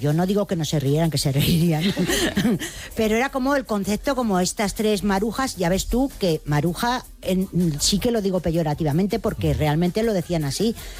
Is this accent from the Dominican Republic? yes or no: no; Madrid, Community of Madrid, Spain; now in Móstoles, Spain; O sea, que no somos de Móstoles, ¿eh? Somos madrileñas. Lo que pasa que es verdad que vivimos en Móstoles ya hace muchísimos años, pero somos gatas